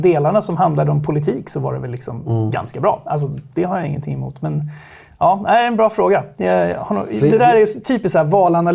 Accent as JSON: {"language": "Swedish", "town": "Stockholm", "region": "Stockholm County", "country": "Sweden", "said": "Jag kommer från Stockholm. Akademiker bakgrund. Jag är jurist från början."}